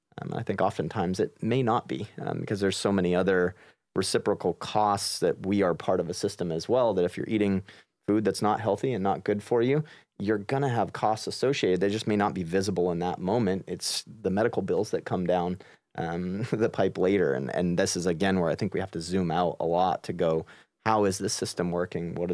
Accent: Maine, United States; And I grew up in Maine.

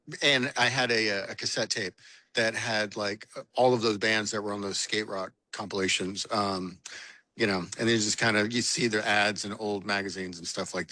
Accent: Texas, United States; but growing up in Texas, it was always like big boys, you know?

